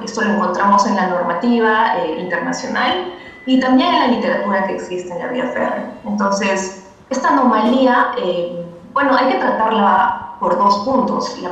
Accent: Peru; Yo soy de Perú

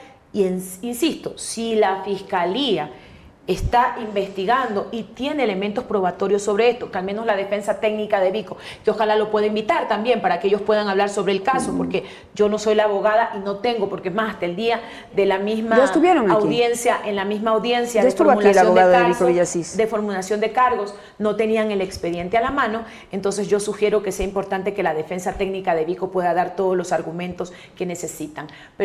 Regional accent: Esmeraldas, Ecuador; con cédula de identidad 08-021-0061-0, esmeraldeña y asambleísta nacional

